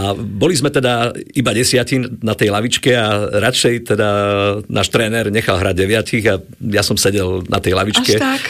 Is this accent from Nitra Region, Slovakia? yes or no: no; Prešov Region, Slovakia; moved away; also born or lived in Lipany; po mojej rodnej dedinke a potom aj po Lipanoch, mestečku, kde som študoval na ľudovej škole umenia v tej dobe